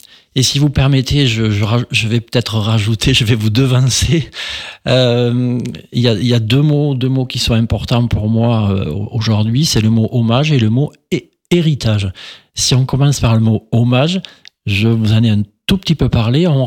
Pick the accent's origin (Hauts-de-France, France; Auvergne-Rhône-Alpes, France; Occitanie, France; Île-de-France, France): Occitanie, France; Mazères; Et puis, je suis originaire de Mazères également.